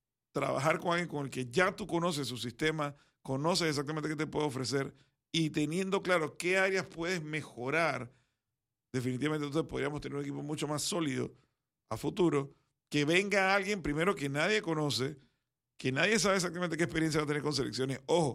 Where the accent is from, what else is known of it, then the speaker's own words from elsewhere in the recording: Panama; Si yo tengo que elegir hoy como panameño